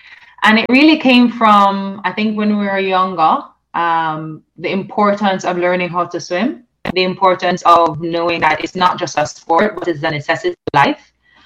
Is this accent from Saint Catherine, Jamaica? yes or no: no; Kingston, Saint Andrew, Jamaica; I wasn't from St. James. I was St. Andrew, Kingston area. My father was from Mandeville, and my mother was from the Kingston area as well. So I actually grew up learning at the YMCA, so the local YMCA.